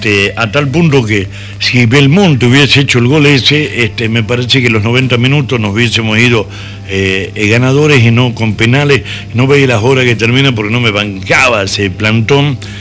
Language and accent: Spanish; Chilecito, La Rioja, Argentina; siempre te preguntan, che, por la tonada, ¿dónde se vos? Siempre nos dicen, ¿son de Catamarca? No, somos de La Rioja, de Chilecito. Uno me dice, ¿de Chile vienen ustedes? No, de Chilecito, de La Rioja. Ah, yo creí que venían del país de Chile. No, somos de Chilecito.